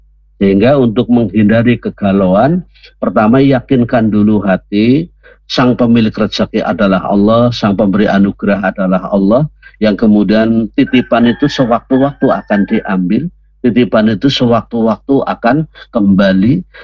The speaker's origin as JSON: {"language": "Indonesian", "town": "Purwokerto", "region": "Central Java", "country": "Indonesia", "tie": "born there", "said": "Kita lahir di Purwokerto, ini takdir yang tidak bisa memilih."}